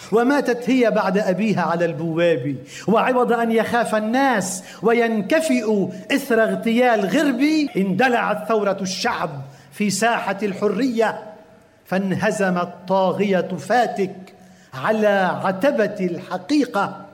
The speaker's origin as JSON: {"language": "Arabic", "country": "Lebanon", "said": "ونحن في لبنان"}